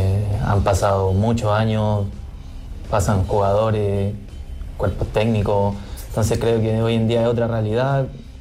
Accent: Chile

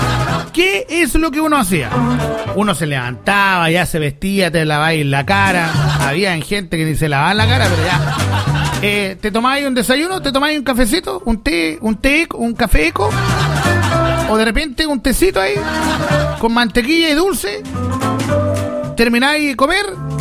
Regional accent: Los Ángeles, Biobío, Chile; born there; en la población que yo crecí, La población estaba poblada hasta cierto lugar y de ahí para atrás había en puro potrero. Supongamos, mire, acuérdense los que son nacidos y criados acá en Los Ángeles.

